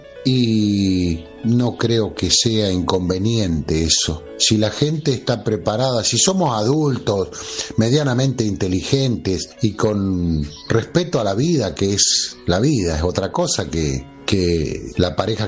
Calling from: Darregueira, Buenos Aires Province, Argentina; de Darregueira.

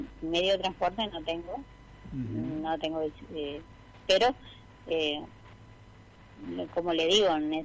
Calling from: Barranqueras, Chaco, Argentina; Soy de Barranqueras.

